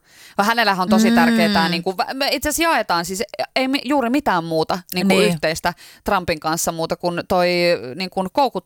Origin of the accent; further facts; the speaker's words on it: Pielavesi, North Savo, Finland; moved away; Pielavedellä, tämä pieni paikkakunta, mistä mä oon lähtöisin, Pohjois-Savossa, 4000 asukasta.